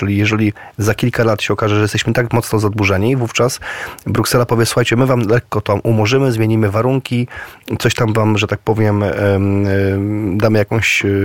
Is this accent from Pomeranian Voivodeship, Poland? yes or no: yes; Pomeranian Voivodeship, Poland; Ja jestem z Pomorza, reprezentuję okręg pomorski.